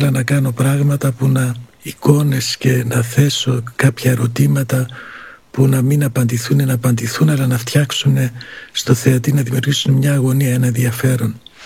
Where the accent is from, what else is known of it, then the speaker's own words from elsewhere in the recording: Greece; moved away as an adult; also born or lived in Germany; γιατί ήθελα να φύγω από το χωριό μου καταρχάς, που ήταν η οικογένειά μου στιγματισμένη αριστερή και διωκόμενη.